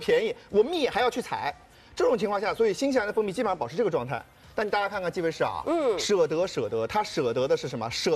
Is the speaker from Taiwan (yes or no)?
no; China